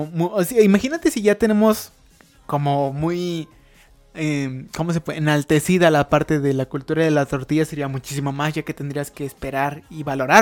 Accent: Mexico

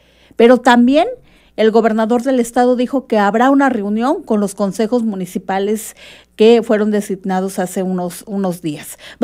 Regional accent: Mixteca, Mexico; nosotros los mixtecos

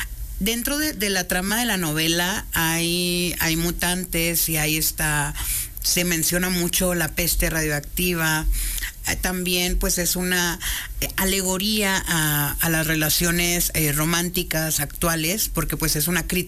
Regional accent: Monterrey, Nuevo León, Mexico; ¿Dónde? Soy de Monterrey.

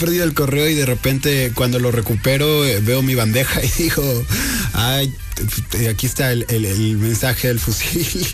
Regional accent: Coatzacoalcos, Veracruz, Mexico; now in Puebla, Mexico; Soy de la costa de Coatzacoalcos. De Coatzacoalcos, Veracruz.

